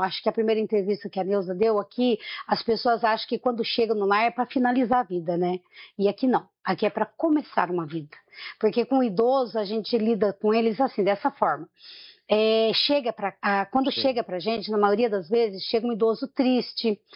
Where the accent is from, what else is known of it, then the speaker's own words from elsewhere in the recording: Jacareí, São Paulo, Brazil; moved away as an adult; now in Águas, Brazil; eu não sou daqui de Águas, eu sou de Jacareí, né? Eu sou de Jacareí. Eu cheguei aqui em 95 para 96. Eu chegando aqui, eu cheguei em maio